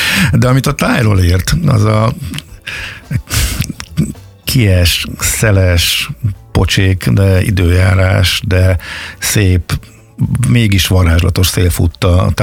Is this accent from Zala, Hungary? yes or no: yes; Zalaegerszeg, Zala, Hungary; ez a Zalaegerszegen nőttem föl, és onnantól kezdve volt ez egy nagy vágy